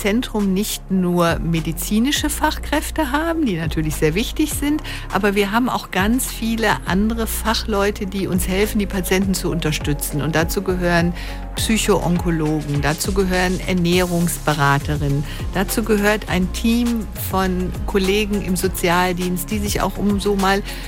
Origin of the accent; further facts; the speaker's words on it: Rhineland, Germany; Dann wünsche ich mir als Rheinländerin